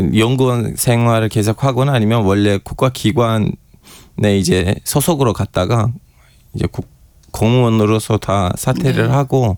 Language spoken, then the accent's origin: Korean; Turkey; now in South Korea; 튀르키 안에 있는 이란 전문가들의 뭐 상당수는 제 고향 출신이에요.